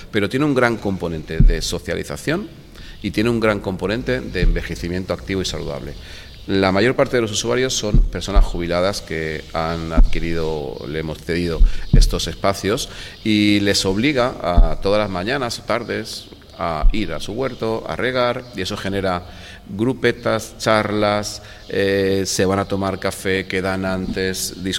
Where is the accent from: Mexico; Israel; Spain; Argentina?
Spain; Benidorm, Valencian Community; now in Alfaz del Pi, Spain; Yo visitaba el Alfaz del Pi antes de venir a vivir aquí. Como te digo, vengo de Benidorm.